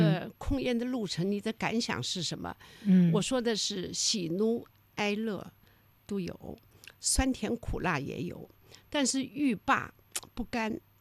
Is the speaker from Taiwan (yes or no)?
no; China; 我作为一个中国人